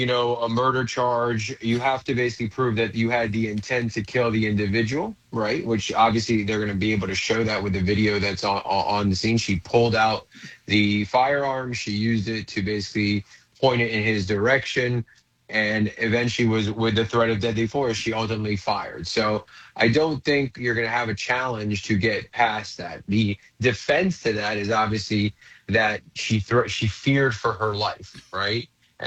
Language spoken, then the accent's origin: English; Fort Lauderdale, Florida, United States; Fort Lauderdale is my hometown.